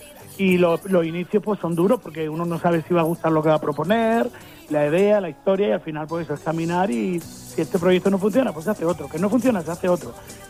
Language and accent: Spanish; Málaga, Andalusia, Spain; yo de pequeñito, Jaime, empecé con 6 años tocando el piano allí en Málaga, yo soy malagueño.